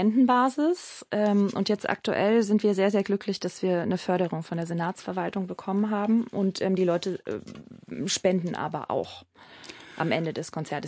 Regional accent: Berlin, Germany; dass es sich doch perfekt eignet, als Berliner einen Ausflug zu machen nach Wannsee.

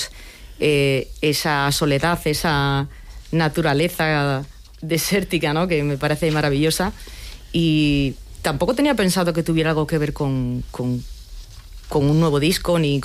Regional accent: Spain; now in Madrid, Spain; que soy española

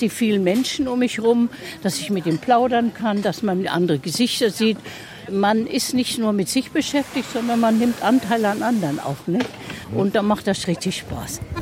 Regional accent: Silesian Voivodeship, Poland; moved away; Nein, ich komme aus Schlesien, ich bin Flüchtling.

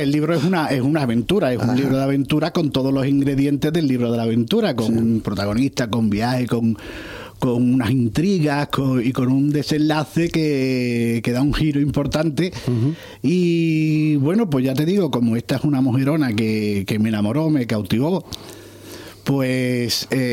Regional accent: Cádiz, Andalusia, Spain; yo soy un escritor gaditano

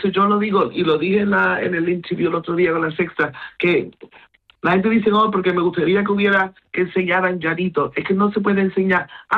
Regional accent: Gibraltar; now in United Kingdom; Pero my national, yo me siento gibraltareña británica.

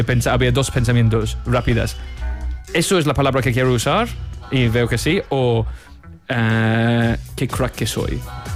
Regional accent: England, United Kingdom; born there; Spanish is a second language; moved away; que en mi pueblo y en la cultura anglosajón hay muchos restaurantes indios de curry.

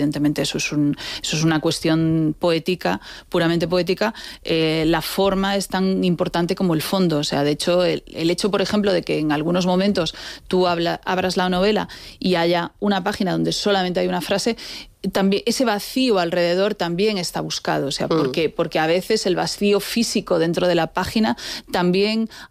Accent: A Coruña, Galicia, Spain; Soy gallega, digámoslo. Gallega de A Coruña.

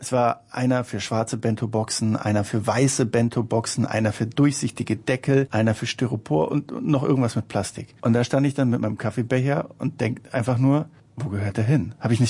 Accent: Germany; moved away as an adult; now in Tokyo, Japan; als Deutscher

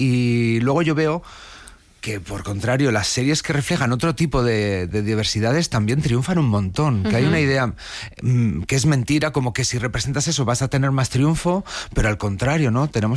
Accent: Valladolid, Castile and León, Spain; Yo soy de pueblo, soy de Valladolid, y el folclore también lo tengo muy arraigado

